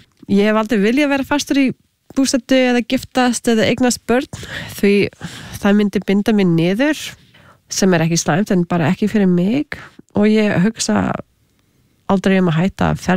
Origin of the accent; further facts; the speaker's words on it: Canada; Icelandic is a second language; Og ég ólst upp í Kanada með halv indverskri móðu frá Suður Ameríku. Svo ég var þegar alþjóðlegt barn og með nokkuð tungumál sem ég gat notað.